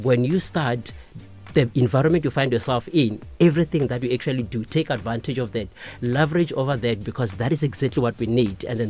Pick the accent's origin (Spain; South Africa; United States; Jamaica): South Africa; Limpopo; born there; I was born here in Limpopo in Tsaninya.